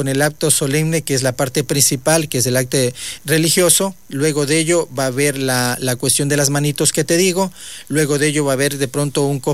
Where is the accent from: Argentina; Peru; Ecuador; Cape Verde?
Ecuador; Lago Agrio, Sucumbíos; somos de aquí del Aguario, somos de Sucumbíos